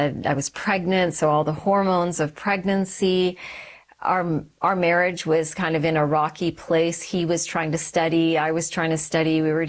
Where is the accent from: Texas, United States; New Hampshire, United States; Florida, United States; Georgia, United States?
Texas, United States; also born or lived in Calgary, Canada / Sri Lanka; So I was born in Canada. Okay. I was born in Calgary, and then my family shifted to the States. So I grew up in Texas for a while